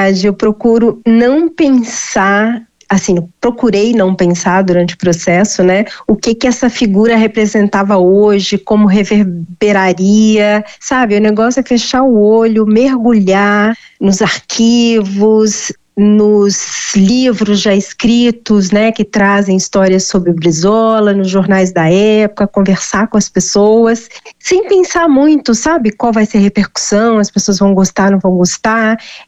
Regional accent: Minas Gerais, Brazil; Eu sou mineira, né? Eu não tenho relação nenhuma com o Rio Grande do Sul

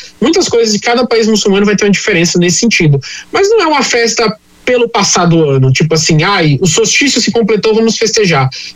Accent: Northeast Region, Brazil; Eu sou brasileiro que nasci no Nordeste, fui criado, né, boa parte da minha vida no Nordeste.

